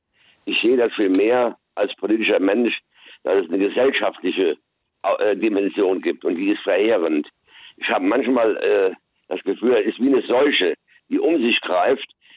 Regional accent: East Germany, Germany; moved away

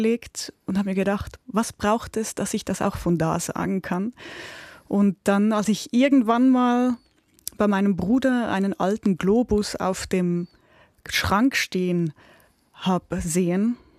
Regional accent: Küsnacht, Zurich, Switzerland; ich komme aus Küsnacht am Zürichsee, in unserer Gemeinde gibt es morgens um 7 ein Kanonenschießen.

